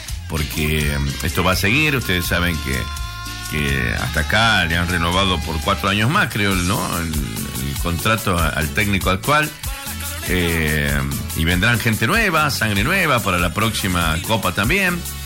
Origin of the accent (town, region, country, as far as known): Argentina